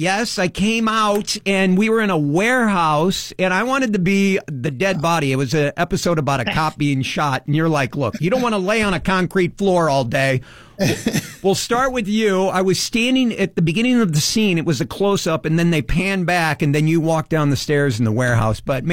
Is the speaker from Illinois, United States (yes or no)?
yes; Peoria, Illinois, United States; I grew up in Peoria, Illinois, and I remember Cornstalk Theater.